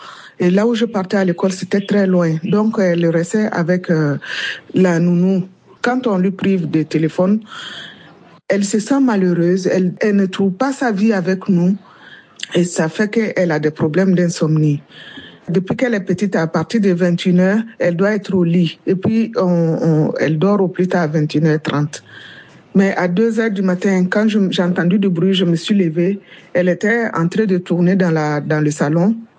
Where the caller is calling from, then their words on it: Côte d’Ivoire; j'ai 44 ans et je vis en Côte d'Ivoire.